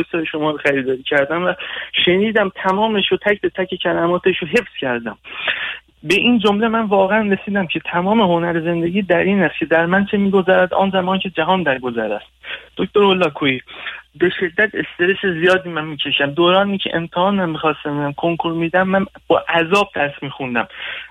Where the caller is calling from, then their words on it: Qom, Iran; من 20 ساله هستم، از شهر قم هم تماس میگیرم